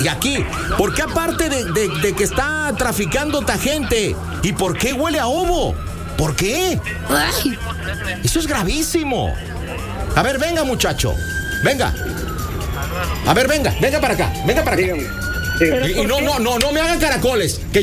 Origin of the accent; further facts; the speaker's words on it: Jalisco, Mexico; Yo soy de Jalisco, ¿sí?